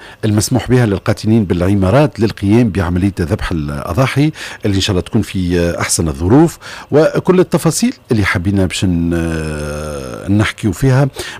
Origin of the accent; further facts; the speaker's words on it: Tunisia; معناها برشا عمارات عندنا في تونس راهو